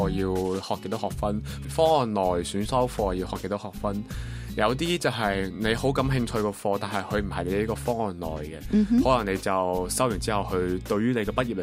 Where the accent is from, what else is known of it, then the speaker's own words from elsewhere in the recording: Macau; 大家好，